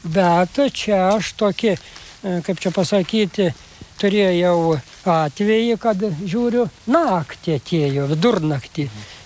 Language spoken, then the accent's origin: Lithuanian; Šiauliai County, Lithuania; Prie užvenčio, netoliau. Kelmės pats pakraštys buvo, Kelmės rajono